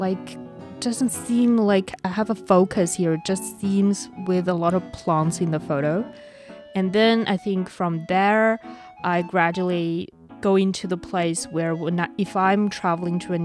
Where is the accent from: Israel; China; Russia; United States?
China; northern China; accent: northern; Sorry, my northern accent got mixed up in here.